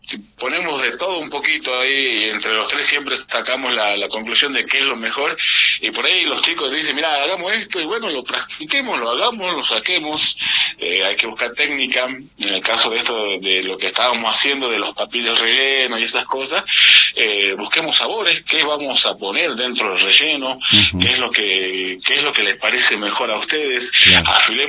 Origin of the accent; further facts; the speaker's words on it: Abra Pampa, Jujuy, Argentina; somos netamente tres jujeños de la región de La Puna. Tenemos a Pumahuasi, tenemos allá a lo que es Pozuelo, y bueno, yo como netamente abrapampeño